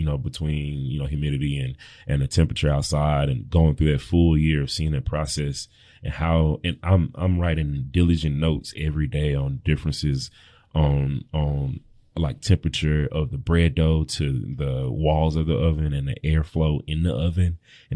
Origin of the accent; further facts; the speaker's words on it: Tennessee, United States; we're in Tennessee and I grew up in Tennessee, you know, it's a landlocked state